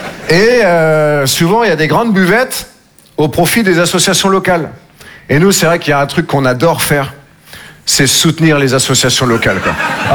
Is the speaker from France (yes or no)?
yes; Nouvelle-Aquitaine, France